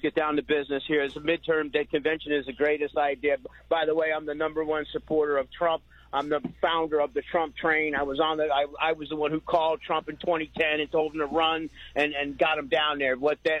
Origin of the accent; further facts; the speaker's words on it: New York City, New York, United States; And by the way, I grew up in the Bronx with blacks.